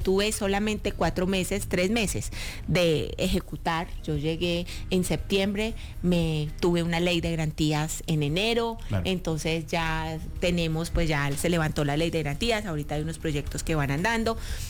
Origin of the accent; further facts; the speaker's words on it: Yacopí, Cundinamarca, Colombia; moved away; also born or lived in Puerto Asís, Putumayo; Y crecí en Yacopí, Cundinamarca, soy víctima de desplazamiento forzoso.